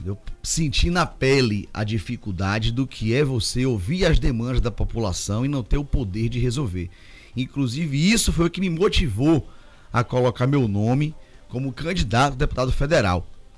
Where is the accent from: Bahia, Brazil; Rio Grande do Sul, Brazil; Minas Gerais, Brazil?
Bahia, Brazil; Itabuna; a vontade de Itabuna de voltar a ter um deputado federal filho da terra.